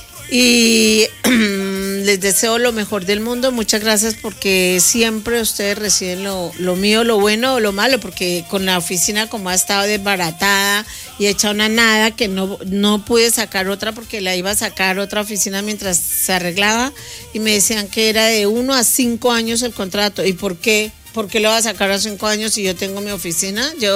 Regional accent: Ecuador; 16 años siendo ecuatoriana, y sigo siendo ecuatoriana. Ustedes saben que yo amo y adoro Ecuador

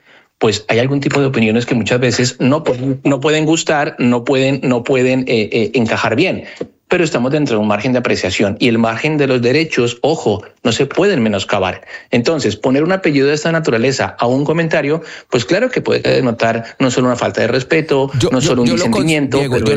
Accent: Colombia; Las personas que somos de origen colombiano, que hemos vivido y sufrido el texto de un conflicto armado

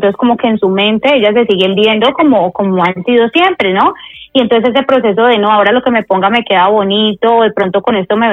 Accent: Colombia; Que bueno, todos la conocen por aquí, soy colombiano en Europa.

